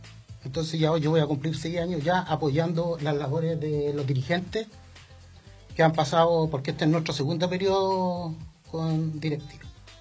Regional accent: Valparaíso, Chile; Yo Puertas Negras lo conozco porque mi abuelita era de allá. Yo me crié prácticamente en Puertas Negras. Conozco todo ese sector. Ya, y como vecino

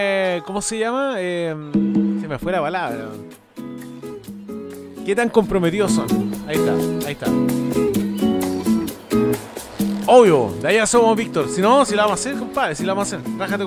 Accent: Talca, Maule, Chile; now in Valparaíso Region, Chile; en la ciudad de Talca, mi ciudad natal

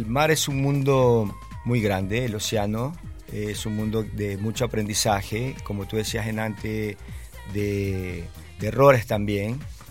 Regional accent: Ecuador; moved away as an adult; now in Concón, Chile; soy ecuatoriano, vivo acá en Chile hace 12 años. Me integré mucho con el sector costero, soy de una ciudad de la costa de Ecuador. Y bueno, a los 16 años empecé a practicar surf, eso del año 97 por allá.

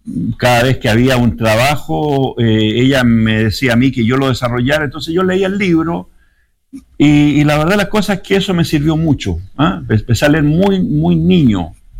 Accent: Vicuña, Coquimbo, Chile; also born or lived in La Serena; Yo era interno en ese colegio porque yo soy de Vicuña, de Elqui, al interior de La Serena.

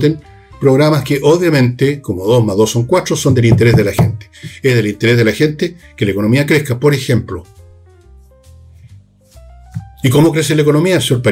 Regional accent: Chile; Todos somos la gente de Chile.

